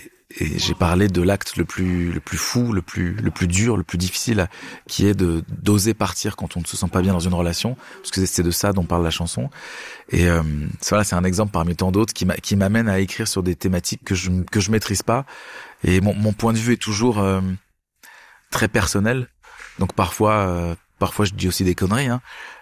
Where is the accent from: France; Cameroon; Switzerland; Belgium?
Switzerland; German-speaking Switzerland; moved away; quand je rentre chez moi en Suisse allemande